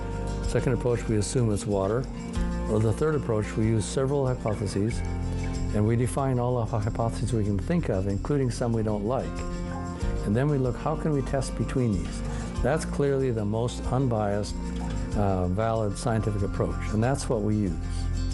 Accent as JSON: {"language": "English", "region": "North Dakota", "country": "United States", "tie": "born there", "said": "I was born in North Dakota. My dad was a farm manager there."}